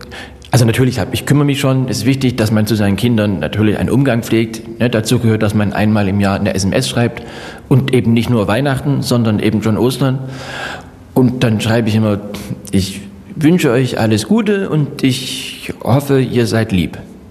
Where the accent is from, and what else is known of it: Saxony, Germany; born there; now in Dresden, Germany